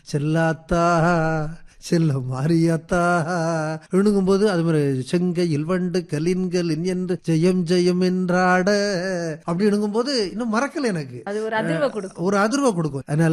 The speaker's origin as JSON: {"language": "Tamil", "region": "Tamil Nadu", "country": "India", "tie": "born or raised there", "said": "அதுதான் எங்க ஊர், எங்க அம்மா பிறந்த ஊர், நான் பிறந்த ஊரும் அந்த ஊர் தான் என்ன தாலாட்டி வளர்த்துச்சுன்னு சொல்லணும். அந்த மண்ணு வந்து ரொம்ப சிறந்த மண்ணு, தேரின்ங்கிறது பாலை நிலம் தான்"}